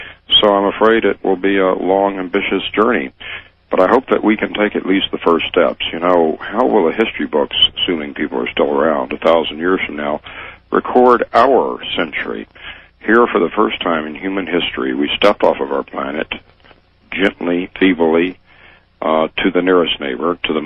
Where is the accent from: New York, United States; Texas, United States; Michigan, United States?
Texas, United States; Dallas; now in Washington, D.C., United States; when I was a child growing up in Dallas, Texas